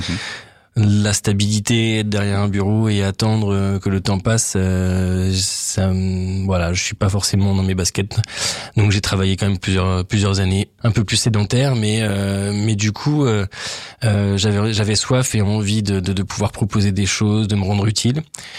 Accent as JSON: {"language": "French", "town": "Reims", "region": "Grand Est", "country": "France", "tie": "born or raised there", "also_born_or_lived": "Lille", "said": "Et donc, quand je suis revenu de Lille, parce que bon, j'avais pas fait le tour, mais j'avais d'autres propositions sur Reims, et puis voilà, Reims, c'est ma terre natale."}